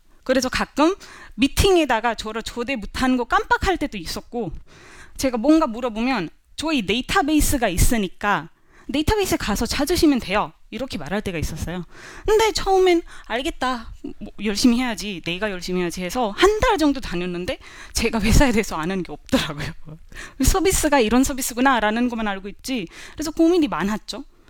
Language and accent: Korean; India; Korean is a second language; moved away as an adult; now in South Korea; 인도에서 온